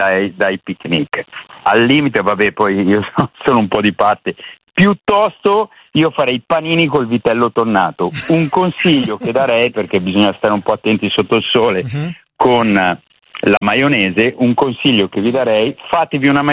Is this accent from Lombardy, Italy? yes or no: yes; Milan, Lombardy, Italy; sono di Milano